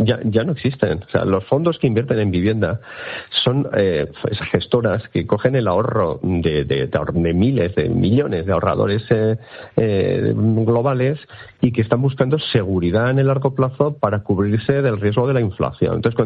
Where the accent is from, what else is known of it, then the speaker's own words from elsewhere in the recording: Bilbao, Basque Country, Spain; O sea, yo que soy de Bilbao y se me pongo el ejemplo muy sencillo. O sea, si se prohibiera desahuciar a los vascos, nadie alquilaría a los vascos.